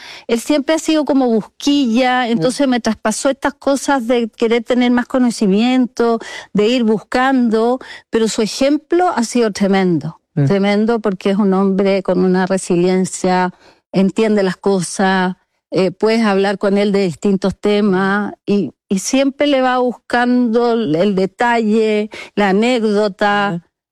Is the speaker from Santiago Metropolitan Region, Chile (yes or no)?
yes; Santiago, Santiago Metropolitan Region, Chile; born there; Yo nací en Santiago, pero después mi papá, con estas cantidades de obras que ha hecho, que recorrió del norte